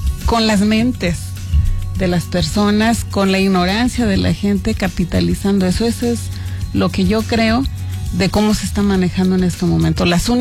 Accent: Mexico

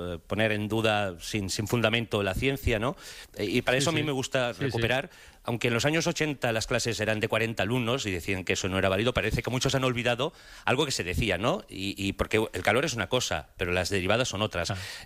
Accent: Barcelona, Catalonia, Spain; Mira, yo hace años me fui de Barcelona a vivir en un sitio del interior de Barcelona

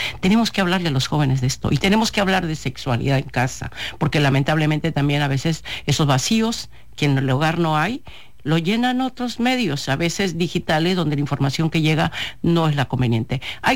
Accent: Culiacán, Sinaloa, Mexico; me construí aquí, nací en Culiacán, he sido una mujer que aquí ha estado, aquí ha luchado, mi familia, mis proyectos aquí se han desarrollado

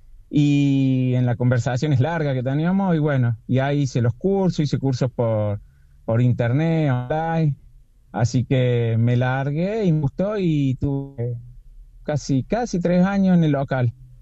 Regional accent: Córdoba, Argentina; Terrible cordobés.

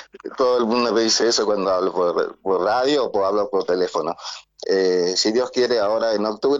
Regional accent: Santo Tomé, Corrientes, Argentina; born there; now in Concordia, Argentina; Yo nací en Santo Tomé Corrientes.

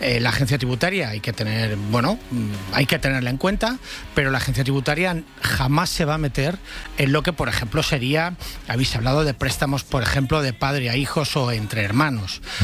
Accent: Valencia, Valencian Community, Spain; born there

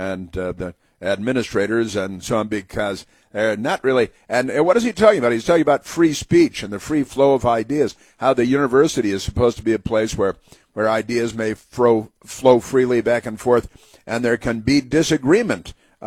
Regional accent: Illinois, United States; He grew up north and west of Chicago, not far from where I did most of my growing up.

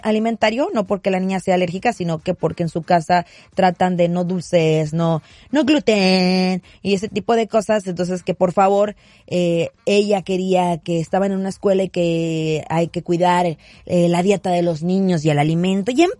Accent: Mexico; now in United States; tú y yo somos mexicanos

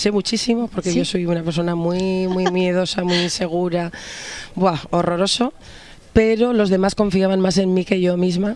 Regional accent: Bilbao, Basque Country, Spain; born there; also born or lived in Aguilar de Campoo; now in Cantabria, Spain; Nacida en Bilbao, en el País Vasco, con sangre castellana, de la zona de la Montaña Palentina, pero de adopción me siento totalmente cántabra. Llevo ya 18 años viviendo en Cantabria

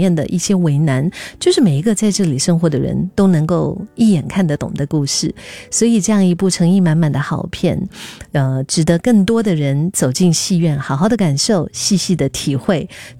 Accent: Singapore; 我们新加坡人

